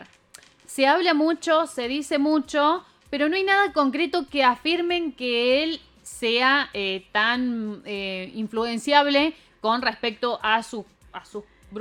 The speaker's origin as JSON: {"language": "Spanish", "country": "Argentina", "said": "somos como muy argentinos"}